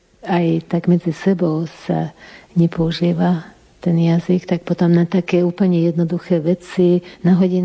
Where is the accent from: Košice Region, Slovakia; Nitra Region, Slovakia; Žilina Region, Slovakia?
Košice Region, Slovakia; Košice; Ja sa pamätám v Košiciach, čo je moje rodné mesto, ako dieťa